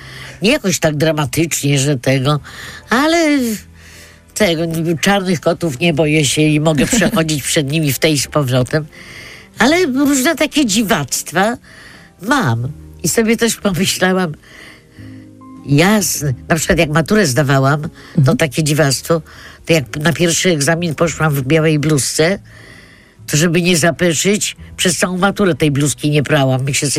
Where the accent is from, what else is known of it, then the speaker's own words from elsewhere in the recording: Wrocław, Lower Silesian Voivodeship, Poland; moved away as an adult; also born or lived in Wałbrzych; now in Płock, Poland; No, ja pochodzę z Wrocławia. Tam jest mój dom rodzinny.